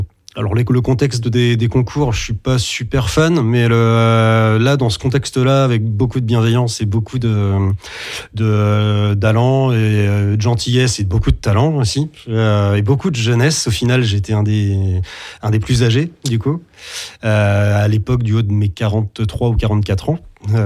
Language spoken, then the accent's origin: French; Caen, Normandy, France; now in Tilly-sur-Seulles, France; je suis né à Caen, natif de Caen, et actuellement en fait j'habite sur Tilly-sur-Seule, qui est pas très loin de Bayeux du coup.